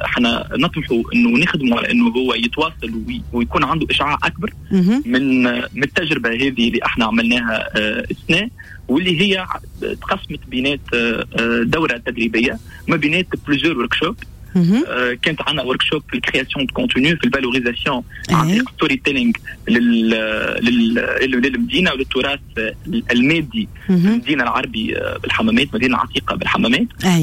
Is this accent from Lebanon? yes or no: no; Tunisia